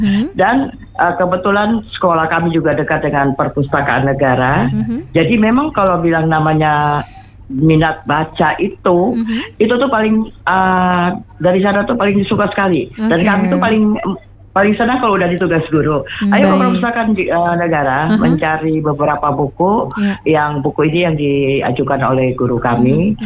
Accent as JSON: {"language": "Indonesian", "town": "Kupang", "region": "East Nusa Tenggara", "country": "Indonesia", "tie": "born or raised there", "said": "barangkali sedikit berbagi pengalaman pada masa kecil di Kupang, Nusa Tenggara Timur."}